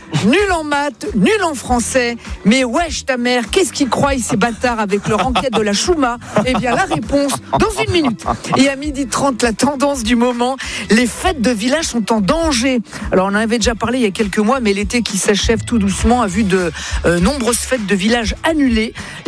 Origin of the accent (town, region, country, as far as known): Italy